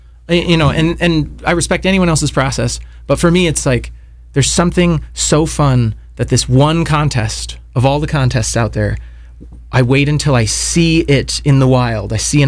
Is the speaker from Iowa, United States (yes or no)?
yes; Iowa, United States; From my home state.